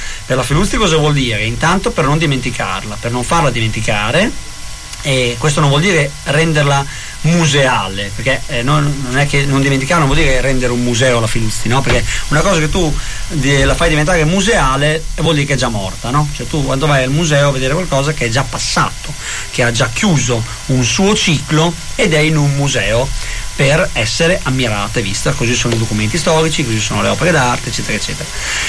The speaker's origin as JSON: {"language": "Italian", "town": "Bologna", "region": "Emilia-Romagna", "country": "Italy"}